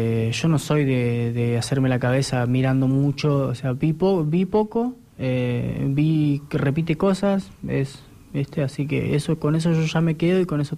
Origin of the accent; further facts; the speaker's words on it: Trelew, Chubut, Argentina; Somos tres de Trelew